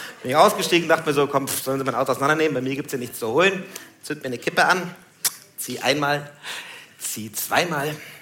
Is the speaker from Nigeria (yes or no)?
yes; Nigeria; now in Munich, Germany; Ich komme aus Nigeria.